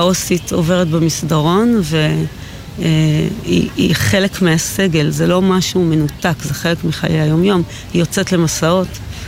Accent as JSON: {"language": "Hebrew", "region": "Gaza Strip", "country": "Palestine", "tie": "born or raised there", "lives_now": "Sderot, Israel", "said": "לא, לא, אני לא... גדלתי בגוש קטיף"}